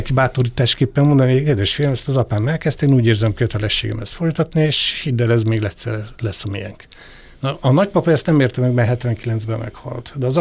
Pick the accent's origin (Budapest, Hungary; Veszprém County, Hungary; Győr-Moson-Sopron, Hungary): Budapest, Hungary; born there; Amúgy én budapesti születésű vagyok